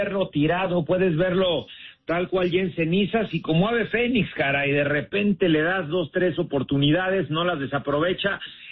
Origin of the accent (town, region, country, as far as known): Mexico